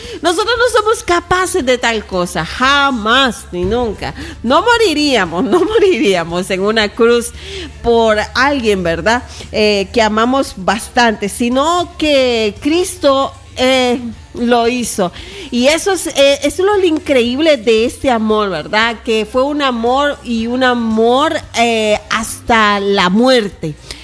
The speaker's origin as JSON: {"language": "Spanish", "region": "Matagalpa", "country": "Nicaragua", "said": "Somos matalpinos, nicaragüenses, por gracia de Dios"}